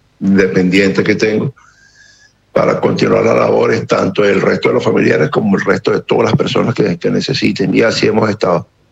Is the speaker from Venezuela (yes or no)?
yes; Caracas, Capital District, Venezuela